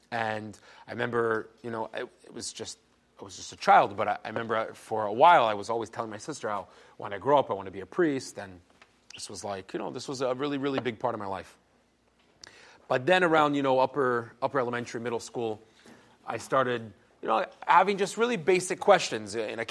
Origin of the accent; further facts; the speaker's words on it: York, Pennsylvania, United States; I'm from Pennsylvania. I'm from a small city in Pennsylvania called York. And York, PA, is a fairly non-Jewish area.